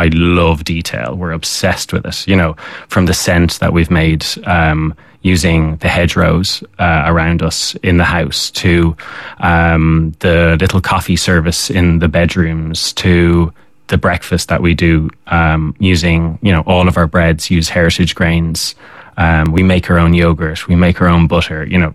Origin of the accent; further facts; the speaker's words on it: Dublin, Leinster, Ireland; I grew up in Dublin originally to an Irish-speaking family. My family are originally from Connemara.